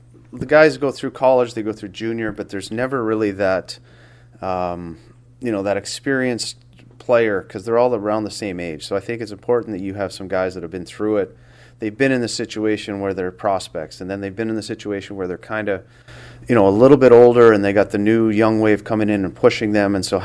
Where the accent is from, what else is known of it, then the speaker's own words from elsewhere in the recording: Saskatchewan, Canada; now in San Jose, United States; Well, we were close to Calgary, you know, I think it's 6 hours each way from between Winnipeg